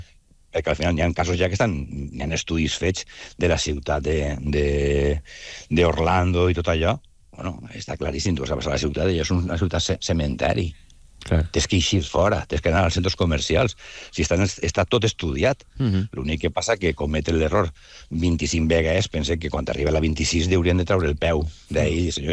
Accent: Valencia, Valencian Community, Spain

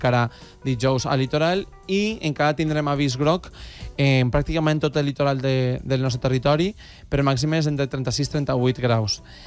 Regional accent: Casas Bajas, Valencian Community, Spain; en el meu poble, de fet, en Casas Bajas

